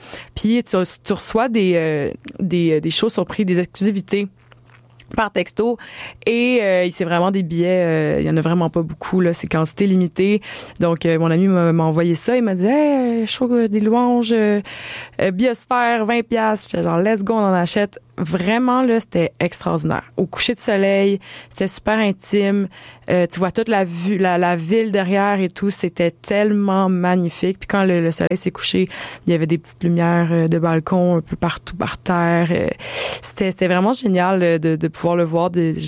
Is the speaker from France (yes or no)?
no; Montreal, Quebec, Canada; moi, je suis née à Montréal, je viens de Montréal, j'ai grandi toute ma vie à Montréal